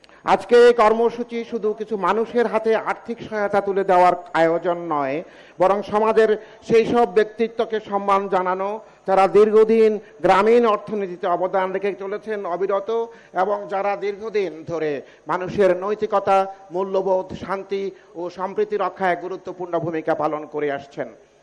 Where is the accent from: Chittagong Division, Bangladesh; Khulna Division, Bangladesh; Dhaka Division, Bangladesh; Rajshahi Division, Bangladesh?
Chittagong Division, Bangladesh; Ramgati; আমার নিজ জেলা লক্ষ্মীপুরের রামগতি উপজেলায় জনগণ আজকের এই অনুষ্ঠান সরাসরি দেখছেন